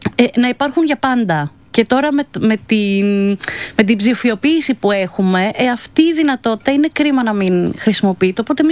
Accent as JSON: {"language": "Greek", "town": "Glyfada", "region": "Attica", "country": "Greece", "tie": "born or raised there", "also_born_or_lived": "Faliro / Alimos", "said": "Μεγάλωσα κυρίως στα νότια προάστια γενικά. Γεννήθηκα στο Φάλιρο, μετά βρέθηκα για λίγο στον Άλυμο, μετά κατέληξα στην Κλειφάδα για καμιά 25 χρόνια. Είμαι των νοτίων γενικά παιδί."}